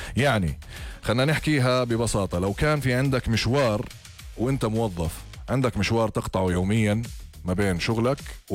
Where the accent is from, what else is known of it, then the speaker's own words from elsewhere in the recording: Jordan; اليوم أصبح عندنا لتر الديزل في الأردن 90 قرش